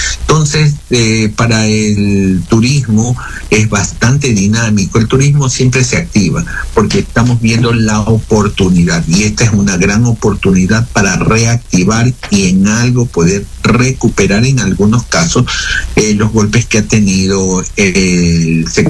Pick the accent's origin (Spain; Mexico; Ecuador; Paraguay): Ecuador